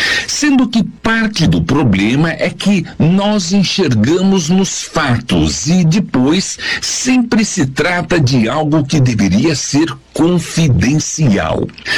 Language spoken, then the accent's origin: Portuguese; São Caetano do Sul, São Paulo, Brazil; born or raised there